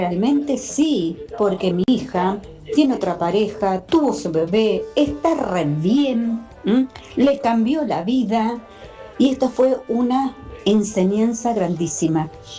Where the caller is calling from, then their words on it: Zárate, Buenos Aires Province, Argentina; de Zárate.